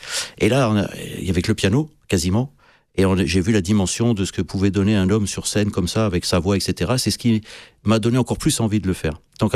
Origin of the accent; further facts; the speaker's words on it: Antibes, Provence-Alpes-Côte d'Azur, France; also born or lived in Cannes / Mougins; Alors mon enfance, elle s'est passée sur la Côte d'Azur. Je suis né à Cannes. J'ai vécu quelques temps à Antibes avec mes parents et ensuite à Mougins. Où j'ai grandi depuis l'âge de 8 ou 9 ans, à peu près.